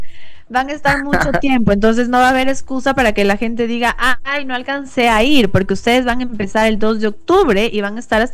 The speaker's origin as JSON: {"language": "Spanish", "country": "Ecuador", "tie": "born there", "said": "no nos damos cuenta porque nacimos aquí"}